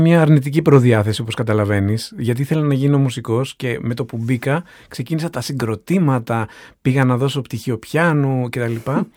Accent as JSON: {"language": "Greek", "town": "Athens", "region": "Attica", "country": "Greece", "tie": "born or raised there", "said": "Γεννήθηκα και μεγάλωσα στην Αθήνα, στο Παγκράτη"}